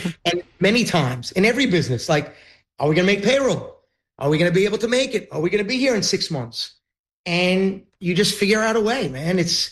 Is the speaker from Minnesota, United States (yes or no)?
no; Queens, New York, United States; It's why I always say … from Queens, right?